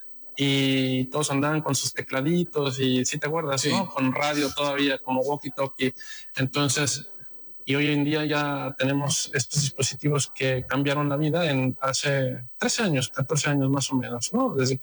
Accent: Mexico; Porque yo personalmente te diría que yo soy mexicano, amo mi país, vivo fuera de México gran parte del año, me la paso en Europa

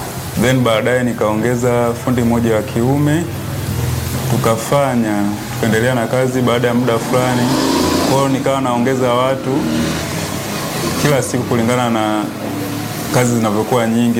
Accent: Mwanza, Tanzania; also born or lived in Mara Region; Ni mzaliwa wa mkoa wa Mara. Lakini ni mwenyeji wa Mwanza. Nimekulia hapa Mwanza.

